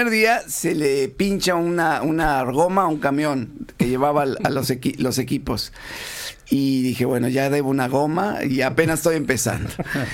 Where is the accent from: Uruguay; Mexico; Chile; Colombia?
Mexico; moved away; Yo soy mexicano